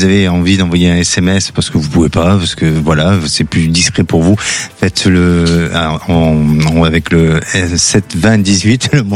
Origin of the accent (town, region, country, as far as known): Bordeaux, Nouvelle-Aquitaine, France